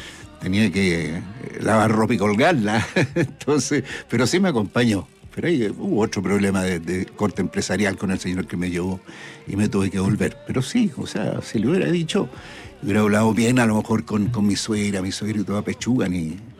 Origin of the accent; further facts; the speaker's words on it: Chile; a nosotros también, los chilenos, como que nos gusta vivir acá. Entonces, amamos a nuestro país.